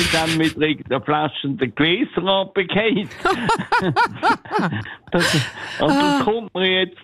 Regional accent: Basel, Basel-Stadt, Switzerland; now in Dornach, Switzerland; Ich bin in Basel in der Innenstadt aufgewachsen

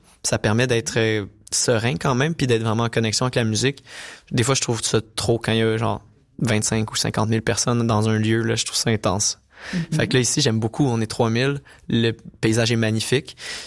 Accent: Saint-Hyacinthe, Quebec, Canada; je viens de Saint-Hyacinthe au Québec, au Canada.

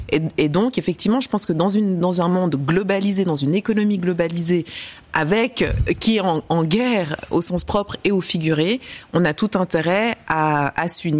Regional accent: Switzerland

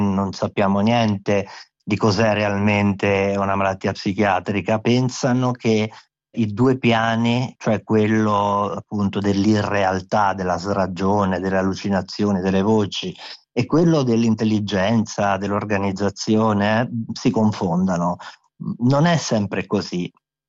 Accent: Abruzzo, Italy; first language Abruzzese dialect; Italian is a second language; moved away as an adult; also born or lived in Milan; io vengo da una famiglia di contadini abruzzesi, fino a 20 anni non parlavo italiano, ma solo dialetto abruzzese, quindi per me l'italiano è davvero un'altra lingua.

